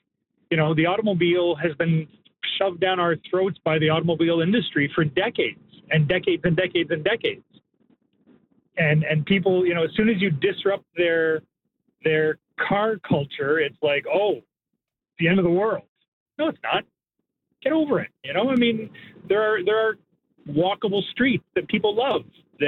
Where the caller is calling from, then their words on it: Quebec, Canada; Well, I'm calling from the Eastern Townships.